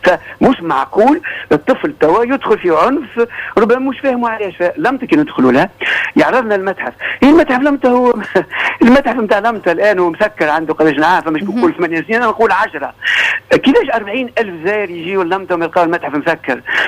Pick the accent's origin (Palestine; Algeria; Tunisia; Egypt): Tunisia; ما احنا من تونس